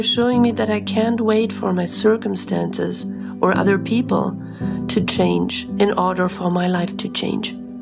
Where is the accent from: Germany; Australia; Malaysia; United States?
Germany; from Germany, and I'm a Revive partner.